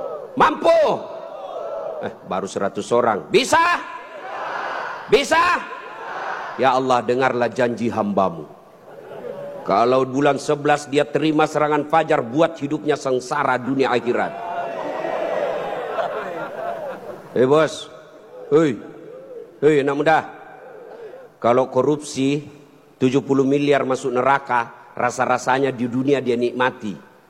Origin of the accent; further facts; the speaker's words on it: South Sulawesi, Indonesia; Kalau kami orang Bugis tidak takut sama istri.